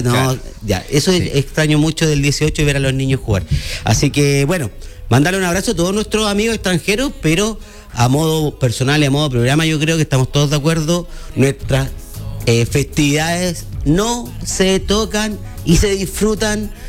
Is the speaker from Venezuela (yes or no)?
no; Chile; aquí se celebra, así se celebran nuestras fiestas patrias en Chile